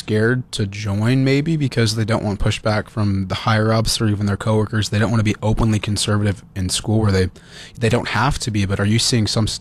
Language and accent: English; Oakes, North Dakota, United States; I'm from Oaks, North Dakota, where there's a lot of, I would say, closeted conservative teachers.